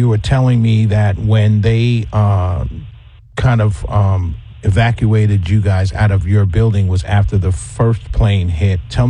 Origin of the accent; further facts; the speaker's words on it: New York, United States; I know what they meant to me as a New Yorker. What did they mean to you? The World Trade Center, because to many of us who are from New York, they were more than just office buildings.